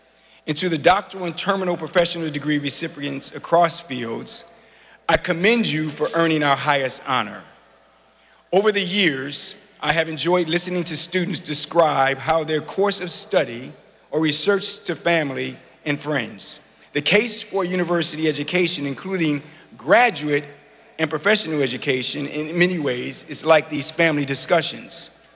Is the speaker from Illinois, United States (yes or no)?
yes; Illinois, United States; moved away; my home state, Illinois, and in particular, Sangamon County, Illinois